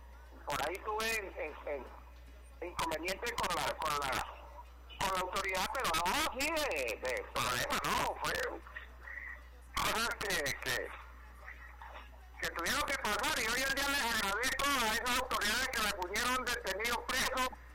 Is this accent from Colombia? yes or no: yes; Casanare, Colombia; born there; mis abuelos, mi abuelo, por parte de papá, sí es venezolano. Yo nací aquí en Casanare, en el Yagual Casanare, en la finca de mi padre, el 28 de octubre del año 68